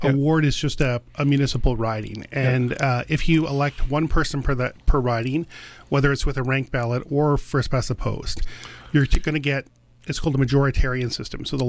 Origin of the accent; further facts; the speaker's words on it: Delta, British Columbia, Canada; my hometown of Delta